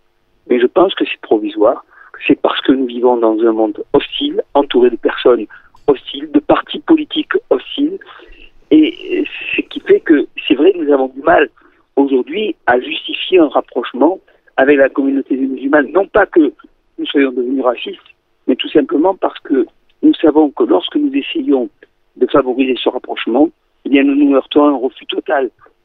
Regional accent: France; Nous sommes juifs et nous le restons. Et en tant que juifs, nous rappelons que nous sommes français avant tout

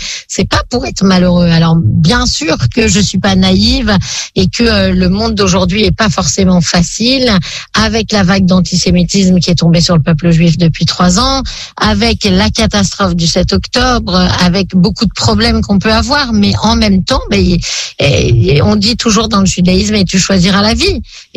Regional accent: France; now in Israel; quand on est en Israël et qu'on vient de France, on reste français. Quand on est français ici, on est juif, donc on a finalement toujours une double identité

